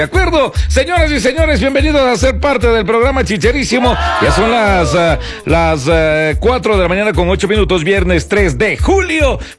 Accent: Ecuador; Somos ecuatorianos, somos nosotros fuertes, somos exitosos

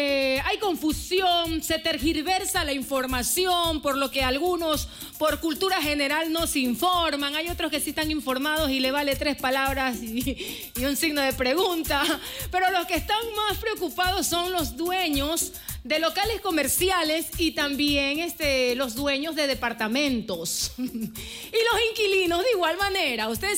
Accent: Ecuador; estamos dolarizados desde el año 2000

